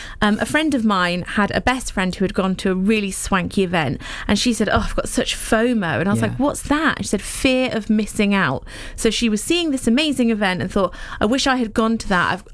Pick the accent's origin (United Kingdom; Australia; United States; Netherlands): United Kingdom; Northampton, East Midlands; I'm a home bird, which is why I like this little slot, because this is in Northampton and I'm from Northampton.